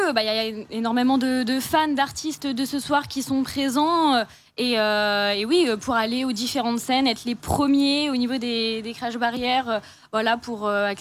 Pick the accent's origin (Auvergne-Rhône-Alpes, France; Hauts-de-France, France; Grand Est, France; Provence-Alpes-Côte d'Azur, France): Grand Est, France; Reims; je suis prête pour le Rhin Champagne Run, hein, d'où on vient chez nous à Reims.